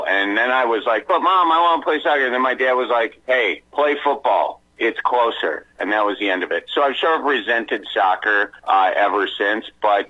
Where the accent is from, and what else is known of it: Wisconsin, United States